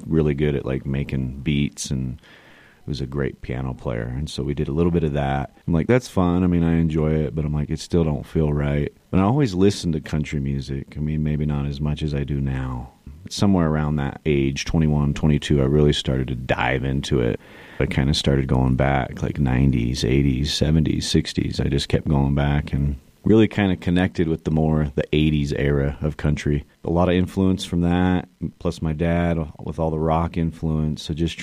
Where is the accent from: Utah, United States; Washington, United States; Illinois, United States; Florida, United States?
Utah, United States; Sandy; also born or lived in Tennessee; I'm from Sandy, Utah. I lived in Tennessee for 3 years.